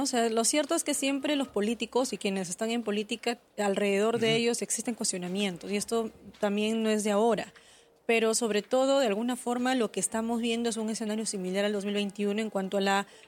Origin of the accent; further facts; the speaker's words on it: Cajamarca, Peru; yo que soy de Cajamarca